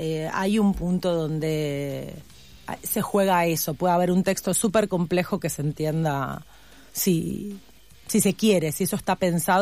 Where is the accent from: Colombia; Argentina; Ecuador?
Argentina; moved away; lo digo como Argentina estando allá